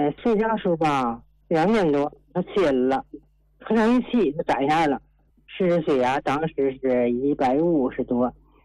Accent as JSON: {"language": "Chinese", "region": "Tianjin", "country": "China", "said": "我家是天津临河。"}